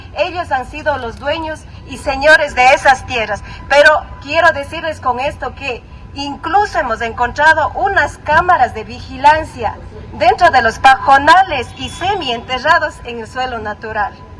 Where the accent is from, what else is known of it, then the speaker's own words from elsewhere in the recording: Ecuador; Vengo desde el sur del Ecuador, soy del pueblo Quichua Cañari.